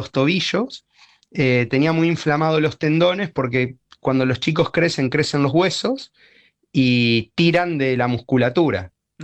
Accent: Argentina; now in Spain; nosotros como familia somos una familia argentina viviendo en España

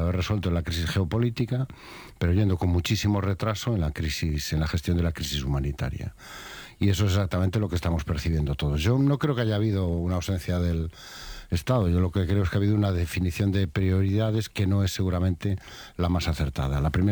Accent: Spain; O sea, eso es el país que queremos. O sea, eso es España hoy. Eso somos los españoles.

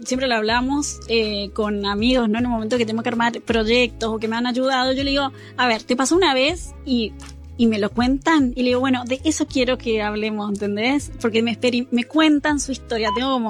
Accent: Mercedes, Corrientes, Argentina; Yo, en Mercedes.

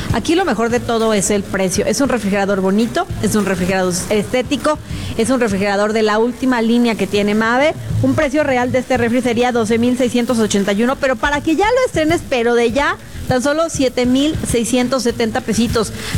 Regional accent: Mexico; Así somos los mexicanos. Trabajadores, pero borrachos.

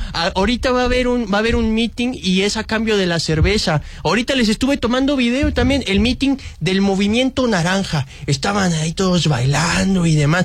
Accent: Mexico; somos mexicanos

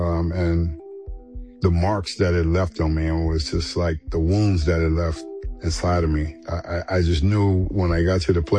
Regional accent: Los Angeles, California, United States; Most of the time, it was growing up in South Central, Crenshaw High

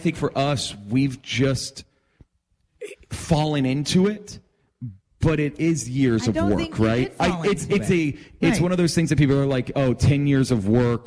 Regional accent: Atlanta, Georgia, United States; And like, and for us growing up in Atlanta, I mean, they're one of the legends, you know?

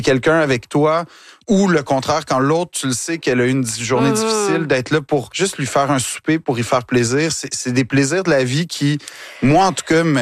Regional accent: Quebec, Canada

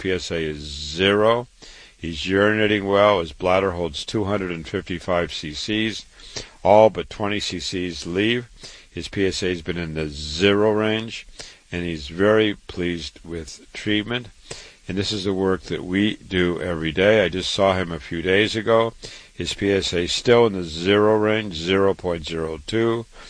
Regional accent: Waterloo, Iowa, United States; born or raised there

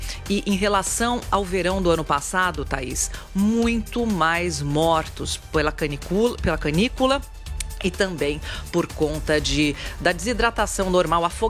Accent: Brazil; moved away as an adult; now in Paris, France; E eu concordo com você, como brasileira, é o calor mais terrível horrível que eu estou enfrentando, mas especialmente, ó, em agosto eu faço 15 anos que eu vim para Paris.

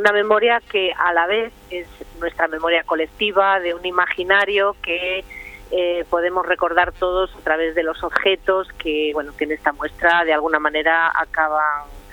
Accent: Santander, Cantabria, Spain; also born or lived in Galicia; now in Madrid, Spain; Yo soy de Santander, sí, y siempre vuelvo a mi tierra un poco

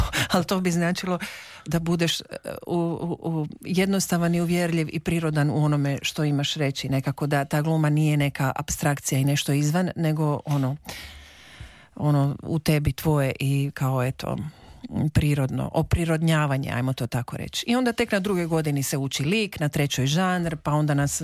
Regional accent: Rijeka, Primorje-Gorski Kotar County, Croatia; moved away as an adult; also born or lived in Sarajevo

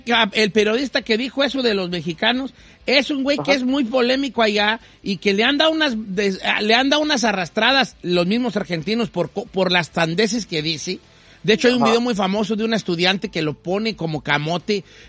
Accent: Mexico; Pero somos mexicanos, nosotros, vale.

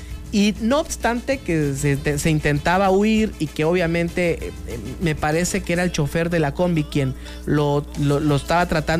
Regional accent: Chiapas, Mexico; ¿dónde está nuestra garantía como mexicanos, como chiapanecos, de nuestra integridad?

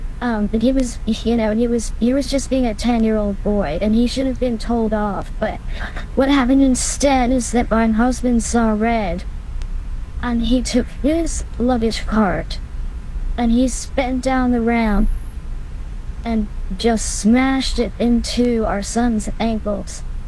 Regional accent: New England, United States; I'm from New England. But we moved all around the world.

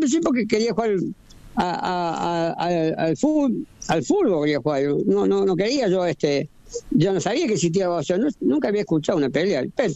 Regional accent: Córdoba, Argentina; soy el primer boxeador argentino, campeón del mundo en doble categoría, el primero y soy de Córdoba, la Canzalia, Córdoba

